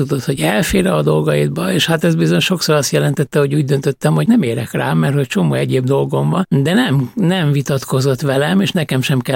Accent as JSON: {"language": "Hungarian", "region": "Budapest", "country": "Hungary", "tie": "born or raised there", "said": "mert mi Budapesten laktunk, és én budapesti vagyok, de én jártam le 5 éves koromban a tejboltba"}